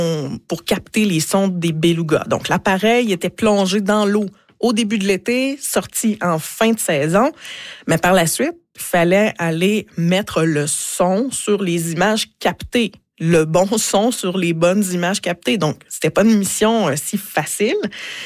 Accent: Quebec, Canada; Je pense à chez nous, au Bas-Saint-Laurent, à Putep-Tuat, qui est le lieu élaboré par la Première Nation Wolastoguayik Washibeguk.

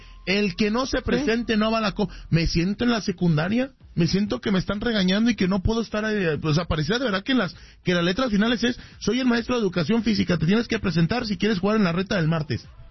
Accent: Mexico; queremos nosotros como mexicanos poder apoyarnos en CONCACAF.

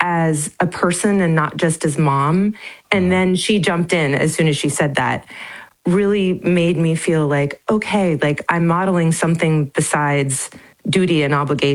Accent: California, United States; Well, I'm from Northern California. I've always loved the water and our wild spaces here, our rivers. I grew up in a town with a lot of swimming holes

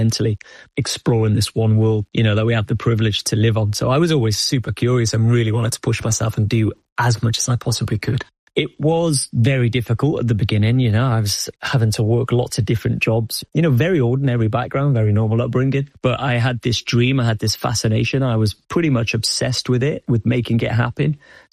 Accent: Old Colwyn, Wales, United Kingdom; that was very much me, you know, growing up in North Wales in Old Colwyn, you know, a place no one really knows

